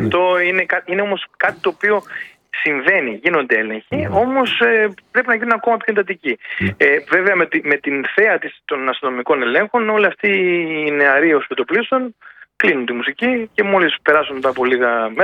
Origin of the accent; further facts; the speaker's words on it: Samos, North Aegean, Greece; Τον Αύγουστο θα μεταβώ κι εγώ στην ιδιαίτερη πατρίδα μου, τη Σάμου, το νησί μου, το οποίο περαγαπώ και πάρα πολύ ωραίο νησί.